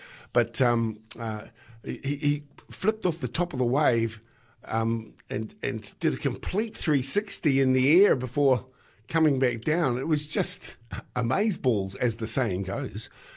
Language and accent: English; Whangaroa, Northland, New Zealand; I am from Whangaroa